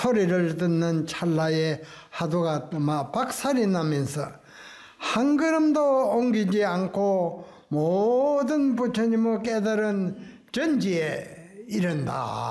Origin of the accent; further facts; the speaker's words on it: Namhae, South Gyeongsang, South Korea; born there; 산성은 경남 그 남해 남해 절이지요. 들어오는 입구의 그 마을에서 태어났습니다.